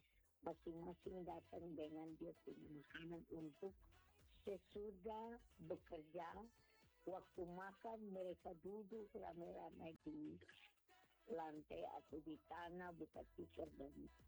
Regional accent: East Nusa Tenggara, Indonesia; kami orang Timur TTS

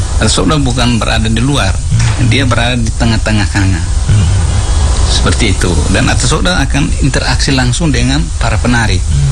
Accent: Sukulise, East Nusa Tenggara, Indonesia; born or raised there

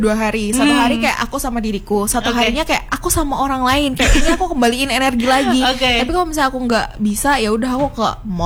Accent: Southeast Sulawesi, Indonesia; Sulawesi Tenggara.

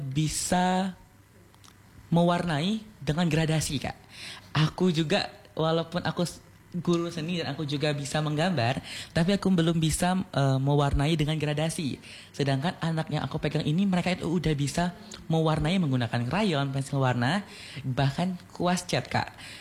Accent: Pangkal Pinang, Bangka Belitung Islands, Indonesia; Nah, aku dari Pangkal Pinang, di Selindung Lama. Kalau teman-teman yang sering jalan-jalan ke pantai, mungkin kita bakal agak sering ketemu karena rumah aku di area situ, teman-teman.

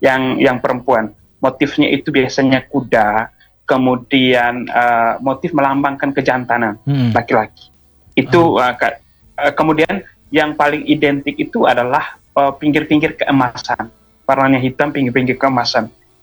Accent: East Nusa Tenggara, Indonesia; dalam versi kami orang Sika bagian timur

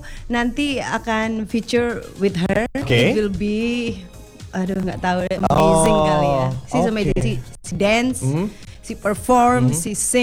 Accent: Batu, East Java, Indonesia; born or raised there

